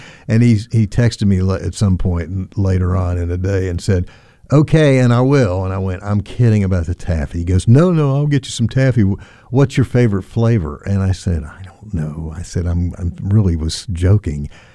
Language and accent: English; North Carolina, United States; moved away; Cheerwine is a soft drink, for those of you who have never been south, that actually was invented in my hometown in North Carolina.